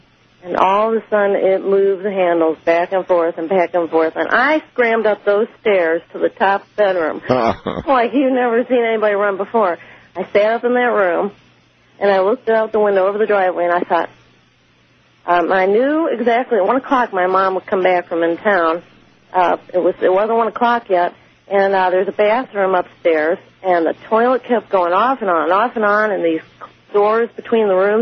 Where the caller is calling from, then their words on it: St. Louis, Missouri, United States; I'm from St. Louis, Missouri.